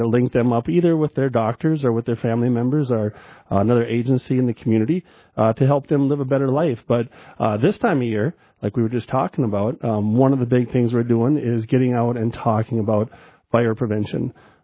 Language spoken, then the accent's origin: English; Arthur, North Dakota, United States; I'm from Arthur.